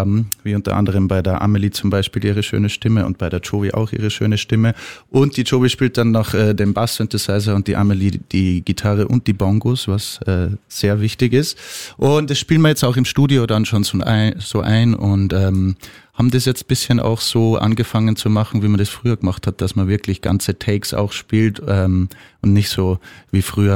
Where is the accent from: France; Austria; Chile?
Austria; Salzburg; now in Vienna, Austria; Ja, wir sind ja eigentlich alle Salzburger und kennen uns schon ewig eigentlich aus der Schule sogar. Und dann sind alle mal ein bisschen ausgewandert und haben sich dann in Wien wiedergefunden.